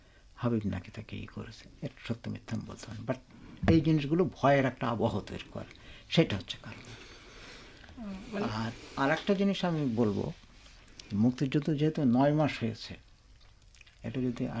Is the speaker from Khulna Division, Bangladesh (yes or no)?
yes; Khulna Division, Bangladesh; born or raised there